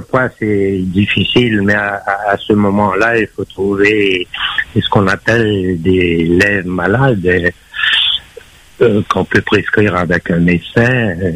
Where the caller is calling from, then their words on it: Dreux, Centre-Val de Loire, France; j'habite à Dreux, hein, du côté de Charles.